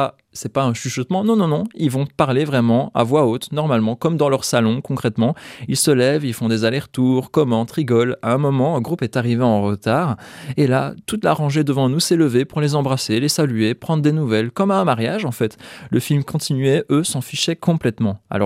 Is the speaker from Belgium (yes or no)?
yes; Liège, Wallonia, Belgium; Le son, en tant que bon liégeois, le son, il va quand même fort.